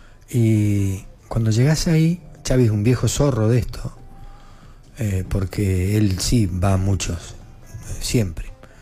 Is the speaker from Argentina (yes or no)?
yes; Argentina; soy argentino.